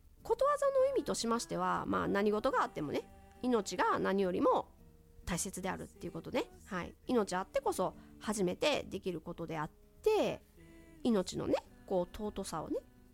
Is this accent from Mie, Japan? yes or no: yes; Tsu, Mie, Japan; 私はね、三重県津市の出身なんですけれども